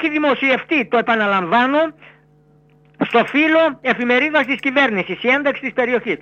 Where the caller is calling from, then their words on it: Kallithea, Attica, Greece; από Καλλιθέα Περιστέρια.